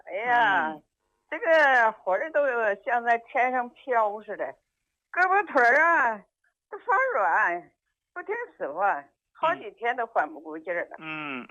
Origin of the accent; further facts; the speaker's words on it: Shenyang, Liaoning, China; 哎，您好，刘老师，我是沈阳的患者。